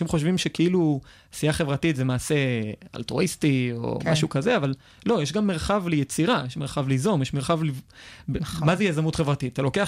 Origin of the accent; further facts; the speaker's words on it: Hod HaSharon, Central District, Israel; אני גדלתי בהוד השרון. גדלתי לזוג הורים שבמקור הם מאיראן